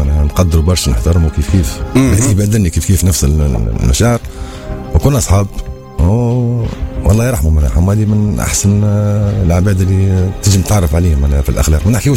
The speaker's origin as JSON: {"language": "Arabic", "town": "Sfax", "region": "Sfax Governorate", "country": "Tunisia", "tie": "born or raised there"}